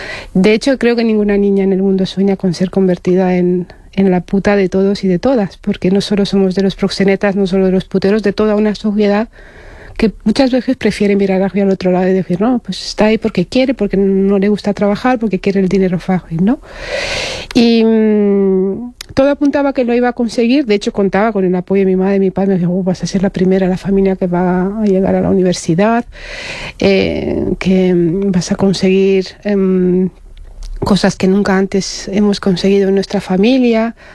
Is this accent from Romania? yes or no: yes; Romania; born there; Spanish is a second language; yo nací en Rumanía, en el seno de una familia de clase obrera. En los últimos años de la Guerra Fría.